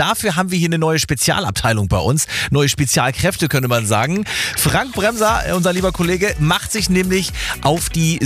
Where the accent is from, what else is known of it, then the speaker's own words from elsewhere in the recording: Schleswig-Holstein, Germany; Also ich habe zum Beispiel in meiner Heimat in Dithmarschen noch einen Ort, der heißt einfach Horst